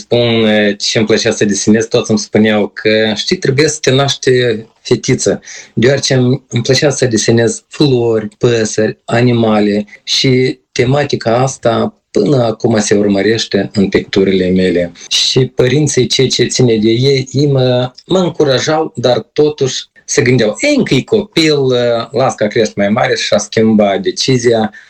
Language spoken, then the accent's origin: Romanian; Chișinău, Moldova; moved away as an adult; also born or lived in Mereni, Anenii Noi District; now in Ireland; Da, deci eu m-am născut în Chișinău, chiar în capitală.